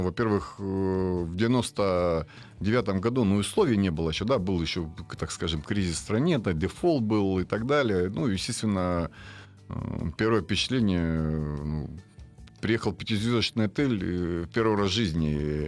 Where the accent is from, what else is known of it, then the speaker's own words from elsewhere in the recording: Krasnodar Krai, Russia; я сам родом из Краснодарского края